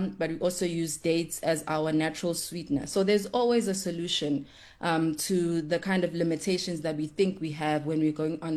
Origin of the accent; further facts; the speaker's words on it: Durban, KwaZulu-Natal, South Africa; growing up in Durban